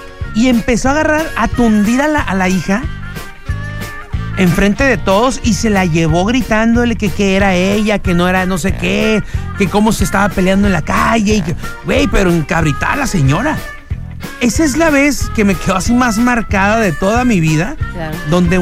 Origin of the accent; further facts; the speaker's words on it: Mexicali, Baja California, Mexico; Sí, yo soy de la Santa Isabel. Bueno, yo crecí en la Santa Isabel, efectivamente, amiga. Una colonia hermosa.